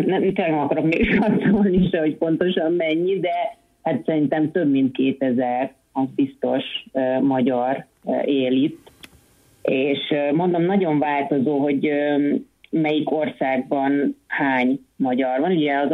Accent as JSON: {"language": "Hungarian", "country": "Hungary", "tie": "born or raised there", "moved": "as an adult", "lives_now": "Villa de Leyva, Colombia", "said": "igazából ugye én Magyarországon nőttem fel, ott születtem, és hát az utóbbi, igen, 12 év körülbelül, amit így külföldön húzamosabban élek már, 12-13 év."}